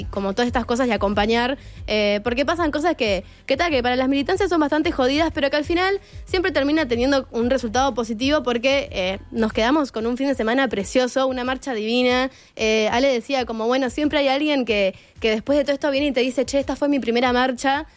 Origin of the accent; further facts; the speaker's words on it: Montevideo, Uruguay; nosotros mismos somos montevideanos